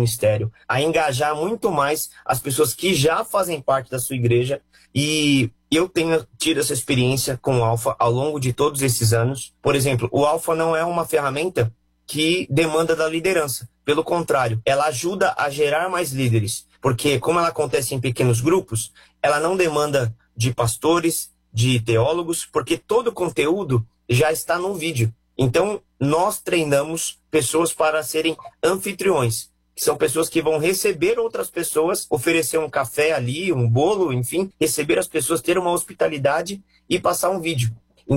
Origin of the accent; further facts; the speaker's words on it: Brazil; que nós, como brasileiros, sempre ficamos refém do calendário que é colocado nacionalmente.